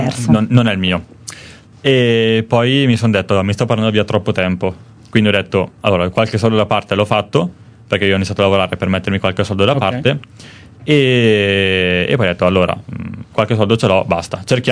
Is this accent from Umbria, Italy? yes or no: no; Brembate di Sopra, Lombardy, Italy; È una squadra del mio paese, prima l'Almenno San Bartolomeo, che abita a 500 metri dal mio paese, che abita a Brembate Sopra